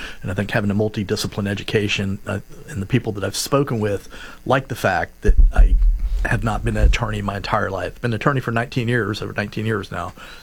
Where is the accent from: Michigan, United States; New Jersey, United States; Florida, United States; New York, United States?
Florida, United States; So I grew up in Seminole County, 1985, graduate of Lake Mary High School, came from very humble beginnings.